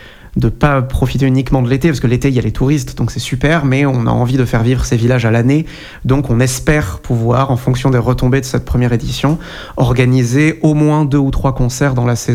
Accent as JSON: {"language": "French", "country": "Martinique", "tie": "born or raised there", "said": "Parce que j'ai grandi en Martinique et que j'ai eu la chance d'avoir l'enseignement d'une professeure cubaine pendant quelques années."}